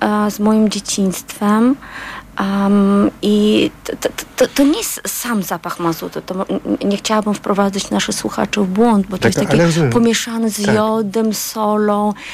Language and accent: Polish; Baku, Azerbaijan; moved away as an adult; now in Poland; Do roku, miałam 24 lata, gdy wyjechałam z Azerbejdżanu i przyjechałam do Polski.